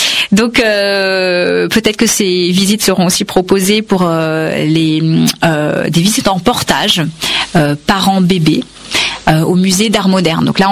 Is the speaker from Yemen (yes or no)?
yes; Yemen; first language Kannada; French is a second language; moved away; je suis indienne d'origine, mais j'ai grandi au Yémen quand j'étais petite.